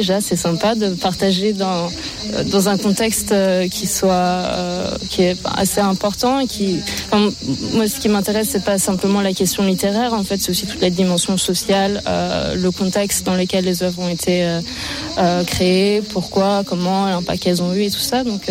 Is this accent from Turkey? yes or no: yes; Turkey; moved away; je suis originaire de Turquie